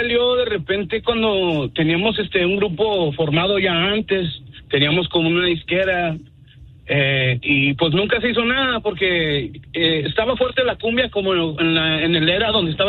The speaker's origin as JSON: {"language": "Spanish", "town": "Fort Worth", "region": "Texas", "country": "United States", "said": "Vivimos aquí en el área de Dallas, Fort Worth. Somos de Fort Worth, Texas"}